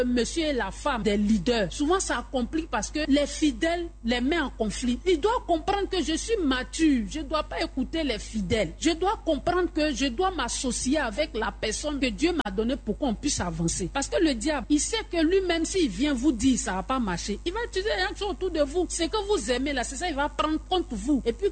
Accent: Abidjan, Côte d’Ivoire; Mais chez nous, à Abidjan, ici, non.

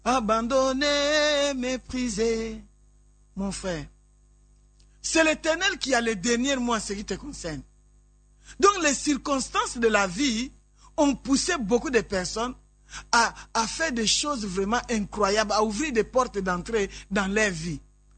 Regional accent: DR Congo; moi je suis de la RDC.

